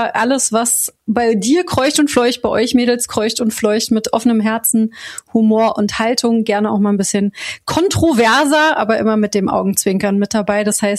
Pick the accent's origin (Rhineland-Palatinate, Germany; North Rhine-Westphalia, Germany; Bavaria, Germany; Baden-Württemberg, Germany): Rhineland-Palatinate, Germany; Koblenz; now in Berlin, Germany; Ah, das schöne Kovelenz am Rhein und an der Mosel. Der alte Rheinland-Pfälzer Pflanze hier.